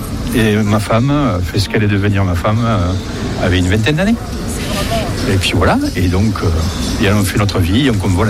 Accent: Montauban, Occitanie, France; born there; Oui, j'ai appris tout seul parce que j'adore ma ville. Je suis né à Montauban.

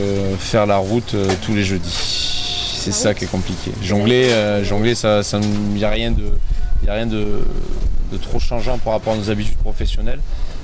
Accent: Bordeaux, Nouvelle-Aquitaine, France; Je suis originaire de Bordeaux

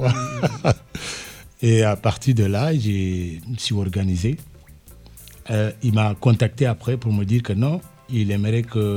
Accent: Senegal; je suis sénégalais

